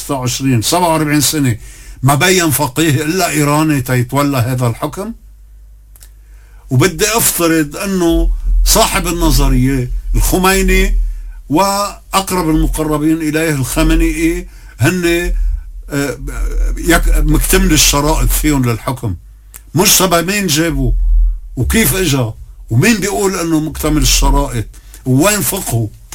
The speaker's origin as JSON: {"language": "Arabic", "country": "Lebanon", "said": "نحن كل لبناني مؤمن بلبنان"}